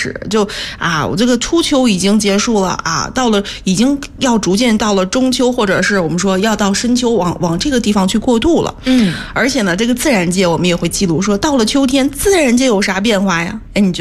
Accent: Northeast China, China; 像我们作为东北人该积酸菜了

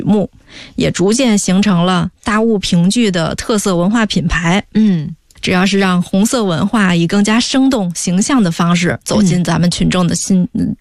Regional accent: Yongledian, Beijing, China; 我的家乡永乐店

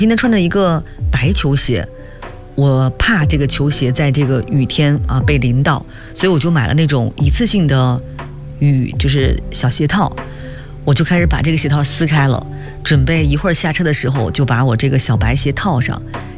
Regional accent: Northeast China, China; 另外就是对于我们东北人来说，无论什么节气，我们都一律按饺子啊，

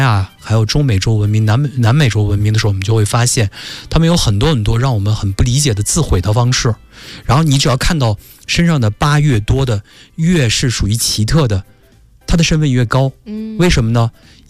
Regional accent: China; 我们中国人

